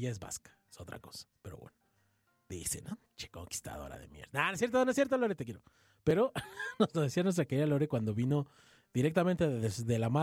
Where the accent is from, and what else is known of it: Mexico